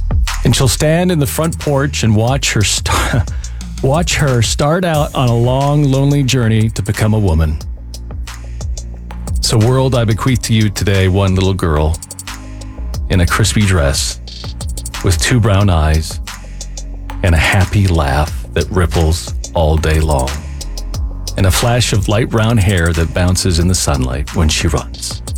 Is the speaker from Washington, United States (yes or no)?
yes; Seattle, Washington, United States; moved away; I grew up in Seattle